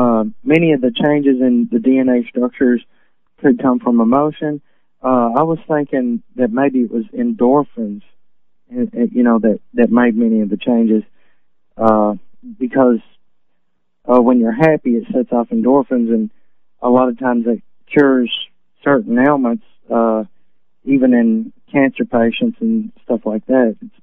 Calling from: Tennessee, United States

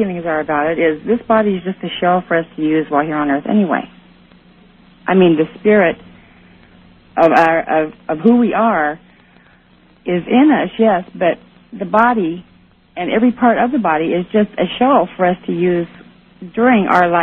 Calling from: Yakima, Washington, United States; I'm calling from Yakima, Washington.

